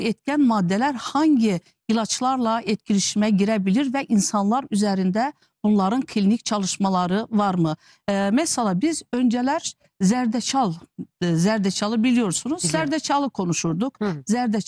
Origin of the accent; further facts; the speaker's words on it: Azerbaijan; now in Turkey; Ben Azerbaycanlıyım ama Türkiye'deyim. Türkiye Cumhuriyeti vatandaşıyım.